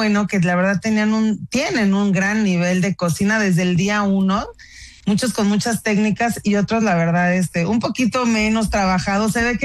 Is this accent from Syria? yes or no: no; Mexico